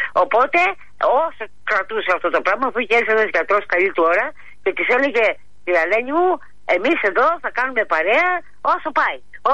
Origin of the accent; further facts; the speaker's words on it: Chalkida, Central Greece, Greece; Γιατί είμαι από τη Χαλκίδα και δεν τη γυρίζω πίσω.